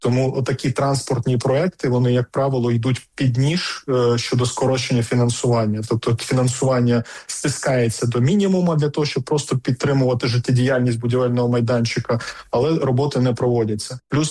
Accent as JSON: {"language": "Ukrainian", "region": "Kyiv", "country": "Ukraine", "said": "Ну, власне, ми це вміємо, ми кияни це вміємо."}